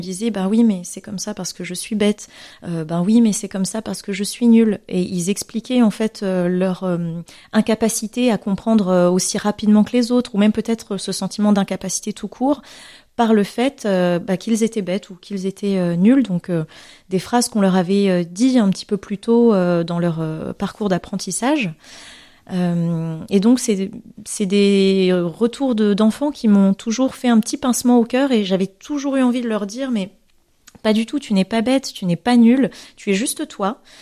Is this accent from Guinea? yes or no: no; Madagascar; born there; also born or lived in Alsace; je suis née à Madagascar, mais j'ai beaucoup voyagé ensuite entre l'Alsace et l'océan Indien.